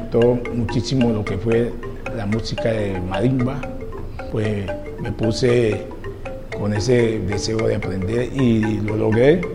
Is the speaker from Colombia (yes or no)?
yes; Buenaventura, Valle del Cauca, Colombia; soy de Buenaventura, hijo de un indígena y una negra del Pacífico.